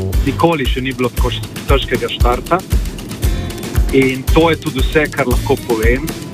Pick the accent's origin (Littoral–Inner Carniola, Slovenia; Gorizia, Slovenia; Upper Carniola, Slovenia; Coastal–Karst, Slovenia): Coastal–Karst, Slovenia; Koper; seveda tam nisem iz Izole, sem iz Kopra.